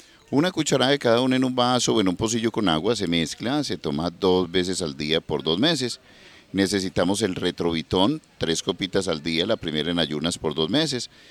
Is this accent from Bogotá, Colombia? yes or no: no; Medellín, Antioquia, Colombia; yo me crié en Prado Centro